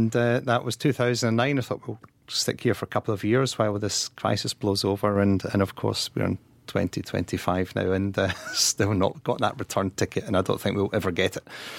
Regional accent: Glasgow, Scotland, United Kingdom; moved away as an adult; also born or lived in Lanark / London; now in Luxembourg; I was raised in Glasgow. I was born in a small town called Lanark, but moved to Glasgow and was brought up there. I stayed in Glasgow until I was 24 when I moved to London

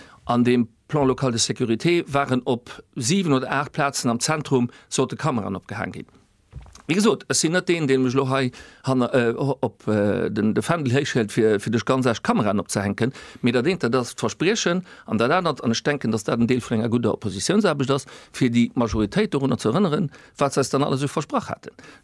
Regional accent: Esch-sur-Alzette, Luxembourg; born there; Also als geborenen Escher

